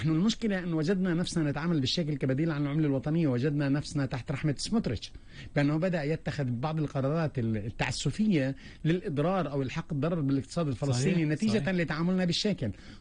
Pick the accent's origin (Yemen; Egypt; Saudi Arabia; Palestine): Palestine; نحن كفلسطينيين